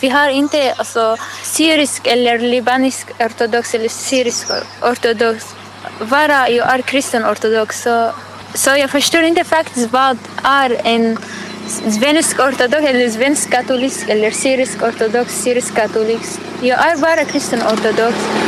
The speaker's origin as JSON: {"language": "Swedish", "town": "Qamishli", "region": "Al-Hasakah Governorate", "country": "Syria", "second_language": "Swedish", "moved": "yes", "lives_now": "Sweden", "said": "Östra Syrien. Från östra Syrien kommer jag. Det kallas Al-Qamishli. Eller Al-Jazeera."}